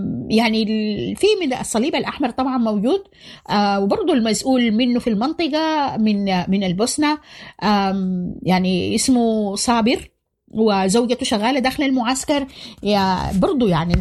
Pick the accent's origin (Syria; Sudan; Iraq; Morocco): Sudan; moved away; وكنت أنا يعني سودانية